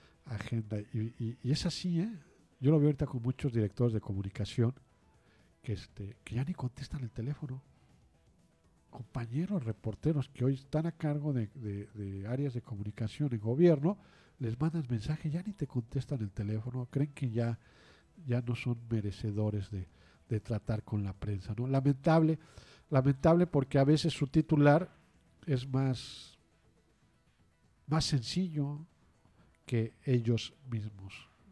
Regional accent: Mexico; Los mexicanos le hallamos a todo

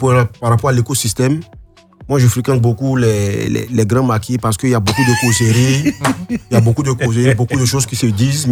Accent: Centre-West, Côte d’Ivoire; je suis de l'Ouest. Ouais. Guéré, du Centre-Ouest.

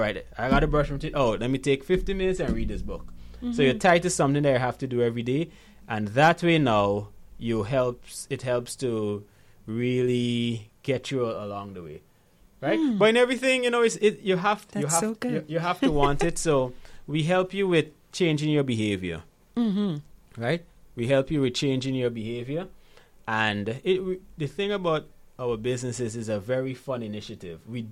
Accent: Ghana; born there; I remember when I just moved back to Ghana in 2016, right? I was born in Ghana, by the way.

